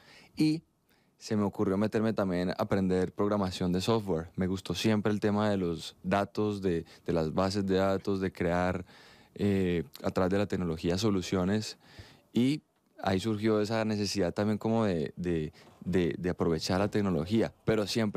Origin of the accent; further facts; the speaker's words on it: Envigado, Antioquia, Colombia; Allí paso mi infancia, en este municipio, en Envigado. Nací, crecí, allí tuve mis primeros estudios, fui al colegio.